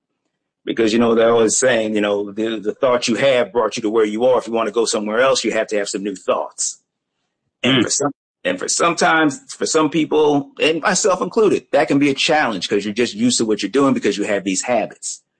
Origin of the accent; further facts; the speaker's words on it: Iowa City, Iowa, United States; born there; I was born in Iowa City, Iowa.